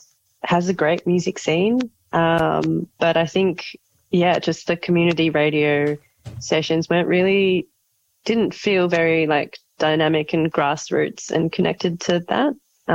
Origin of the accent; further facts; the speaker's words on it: Melbourne, Victoria, Australia; Yeah, I'm from Melbourne and there's really strong community radio in Melbourne